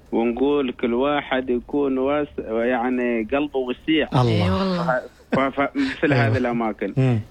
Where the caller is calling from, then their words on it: Al-Musanaah, Al Batinah South, Oman; ولايتي ولاية المصنعة منطقتي منطقة رشيد